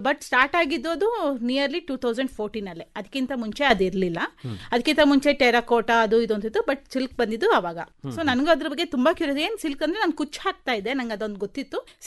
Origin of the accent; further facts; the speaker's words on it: Mysore, Karnataka, India; ನಾವು ಮೈಸೂರಿನವರೇ ಸರ್.